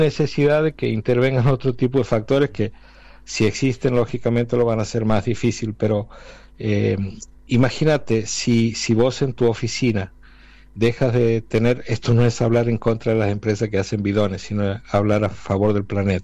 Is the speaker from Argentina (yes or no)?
yes; La Banda, Santiago del Estero, Argentina; Santiago del Estero, sí, señor.